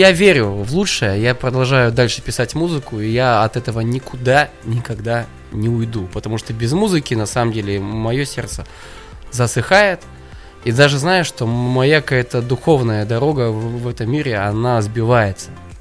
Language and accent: Russian; Russia; moved away as an adult; Я же с Байкала, я же о нем знаю все